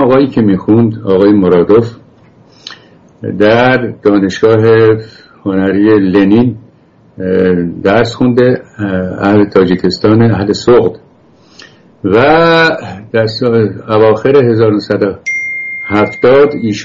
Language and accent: Persian; Iran; moved away as an adult; also born or lived in France / England; now in United States; با همون لباس و کت‌شلواری که ایران می‌پوشیدیم اینجا هم همونجور و شروع کردیم آرام آرام فرهنگ رو آموختن که رفتار آمریکایی چگونه است